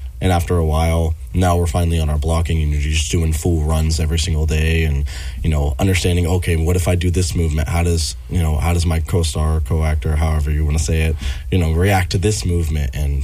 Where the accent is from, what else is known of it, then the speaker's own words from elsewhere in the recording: Kansas City, United States; now in Bemidji, United States; I'm from Kansas City, so a larger city, and moving to Bemidji has been such an eye-opener.